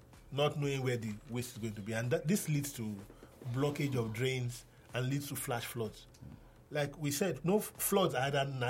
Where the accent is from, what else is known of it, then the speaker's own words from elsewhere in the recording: Benin City, Edo, Nigeria; I grew up in Edo State, in Benin City.